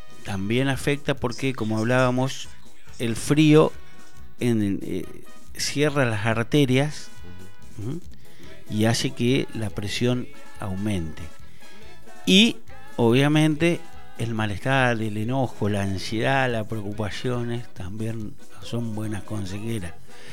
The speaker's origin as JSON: {"language": "Spanish", "town": "Paraná", "region": "Entre Ríos", "country": "Argentina", "said": "yo en realidad soy de Villa Almendral."}